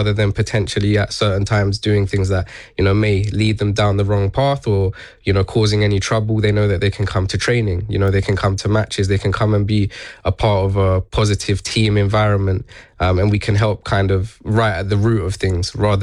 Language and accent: English; London, United Kingdom; born there